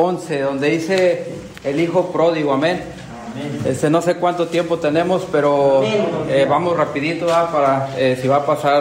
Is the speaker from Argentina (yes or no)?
no; Xilitla, San Luis Potosí, Mexico; Yo vengo de Gilitla y es una bendición estar con ustedes.